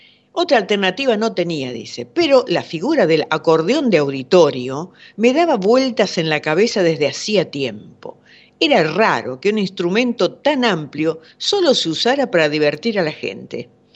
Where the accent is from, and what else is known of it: Córdoba, Argentina